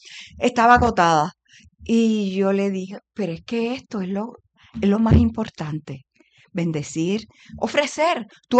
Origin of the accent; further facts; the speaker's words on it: Aguadilla, Puerto Rico; yo soy oriunda de Aguadilla